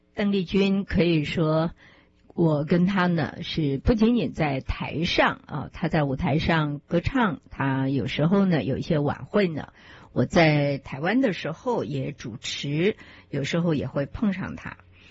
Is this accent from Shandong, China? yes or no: yes; Shandong, China; 还真不像我们山东人，我们山东人个大概都比较高